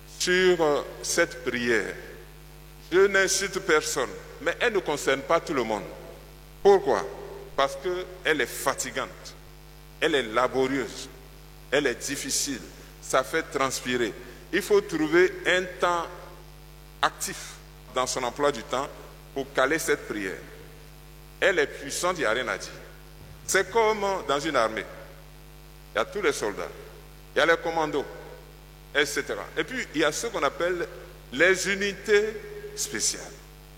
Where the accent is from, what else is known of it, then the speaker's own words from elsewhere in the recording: Lagunes, Côte d’Ivoire; moved away; Je suis originaire de la région de Jacquesville.